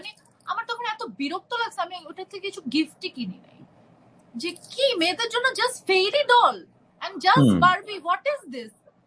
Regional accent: Dhaka, Dhaka Division, Bangladesh; born there; TSC তে বসে থাকতাম, আমাকে চারুকলায় রেখে আব্বু আম্মু রিহার্সাল করতো, মানে এভাবে আমি বড় হয়েছি ছোটবেলা থেকে।

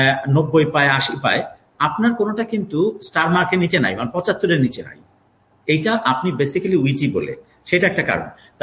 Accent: Narsingdi, Dhaka Division, Bangladesh; নরসিংদী আমার দেশের বাড়ি গ্রামের বাড়ি।

